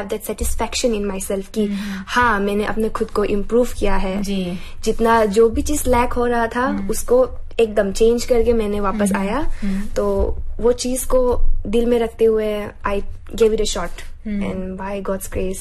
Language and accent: Hindi; Pasighat, Arunachal Pradesh, India; also born or lived in Seppa; मैं एक्चुअली पासीघाट से हूँ। मेरा जन्म हुआ था सेप्पा में, मेरी मॉम सेप्पा की है, लेकिन my dad is from Pasighat, he is a गालो पर्सन। सो हाँ, तो मेरा मम्मी निशी है, पापा गालो है, एंड एकदम आदि कम्युनिटी के बीच में ब्रॉटअप हुई हूँ मैं।